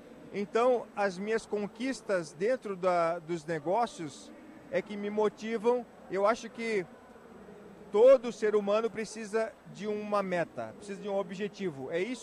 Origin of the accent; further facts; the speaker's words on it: Joinville, Santa Catarina, Brazil; moved away; Nascido e criado em Joinville, gente.